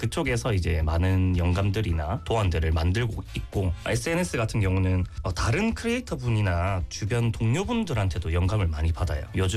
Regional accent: Busan, South Korea; 부산 토박이고요. 저는 부산이 좋습니다.

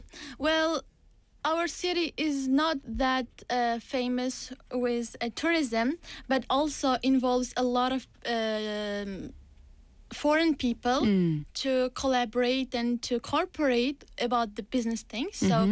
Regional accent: Uzbekistan; born or raised there; English is a second language; moved away as an adult; now in South Korea

